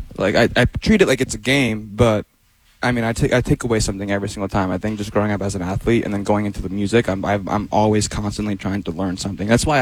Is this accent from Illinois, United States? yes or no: no; Bradenton Beach, Florida, United States; I grew up in Bradenton Beach area. So, yeah.